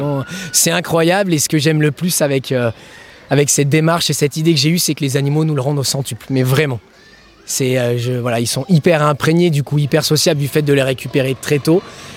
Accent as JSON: {"language": "French", "region": "Normandy", "country": "France", "said": "je suis de Oust-sur-Scie, donc vraiment pas loin d'ici."}